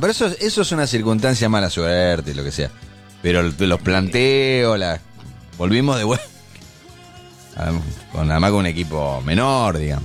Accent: Argentina; Somos todos argentinos, somos distintos, somos diversos.

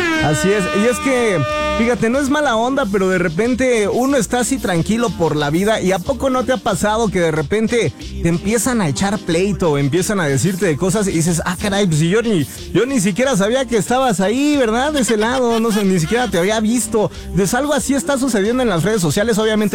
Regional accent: Mexico

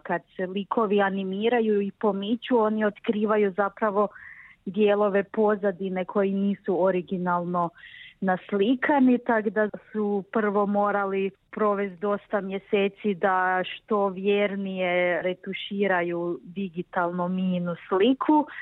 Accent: Podravina, Croatia; Ja sam odrasla u Podravini, od uvijek okružena tim slikama

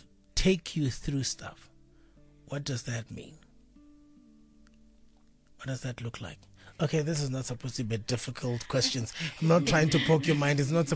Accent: Seshego, Limpopo, South Africa; shout out to my people in Seshego. That's where I come from.

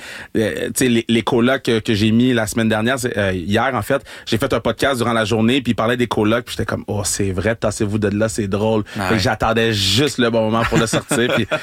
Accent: Laval, Quebec, Canada; parce que je viens de Laval, Laval ou rien.

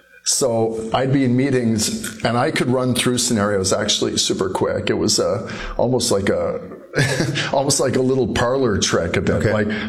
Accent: Edmonton, Alberta, Canada; also born or lived in Cape Breton; I was born in Cape Breton. So I was in Cape Breton until I was eight. And my father worked for, at the time, Gulf Oil. And Gulf Oil got bought by Petro-Canada. And we moved to Edmonton until I was 15.

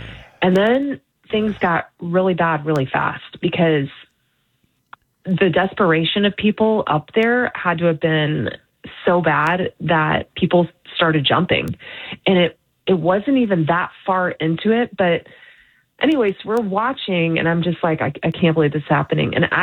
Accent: Houston, Texas, United States; I'm from Houston, I'm barely 23 years old.

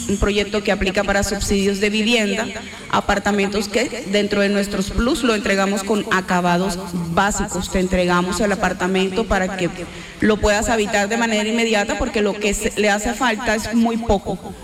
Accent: Barranquilla, Atlántico, Colombia; Soy de Barranquilla.

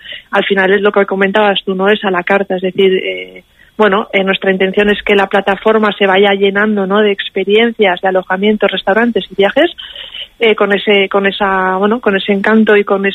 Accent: Basque Country, Spain; como buenos vascos de aquí de Euskadi, ¿no?

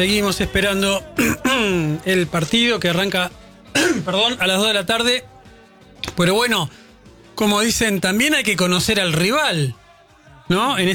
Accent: La Plata, Buenos Aires Province, Argentina; somos dos platenses.

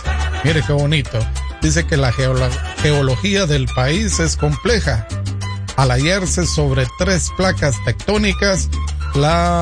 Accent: Ipala, Chiquimula, Guatemala; El volcán de Ipala, ¿verdad? Es de mi pueblo querido.

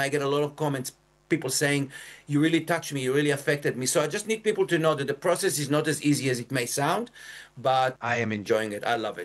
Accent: Yad Mordechai, Southern District, Israel; born or raised there

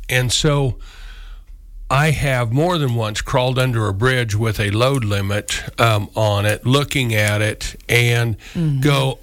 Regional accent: Morganville, Kansas, United States; Morganville, which mm-hmm. I left out, my hometown

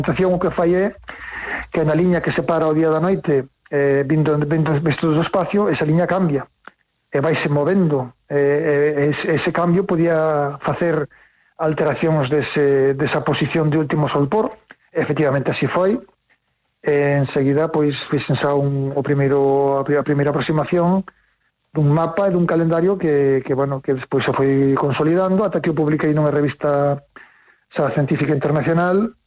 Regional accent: Baio, Galicia, Spain; Como son da Costa da Morte, son de Baio, pois traios por aquí de visita.

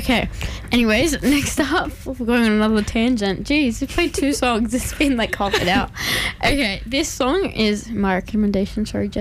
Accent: Australia; I'm Australian

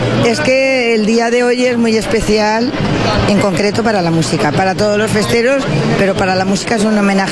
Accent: Petrer, Valencian Community, Spain

